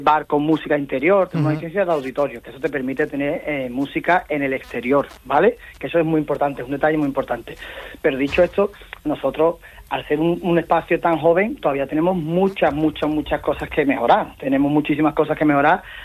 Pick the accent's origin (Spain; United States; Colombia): Spain; Cádiz, Andalusia; evidentemente somos gente sensible, somos gente de Cádiz y queremos caminar.